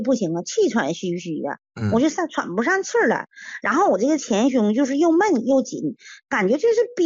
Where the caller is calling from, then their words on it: Anshan, Liaoning, China; 我是鞍山的朋友